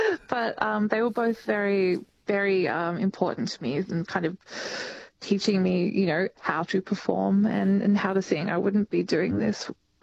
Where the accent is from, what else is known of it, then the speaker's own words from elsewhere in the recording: St Kilda, Victoria, Australia; but I grew up in St. Kilda, but I've married someone who is a country boy.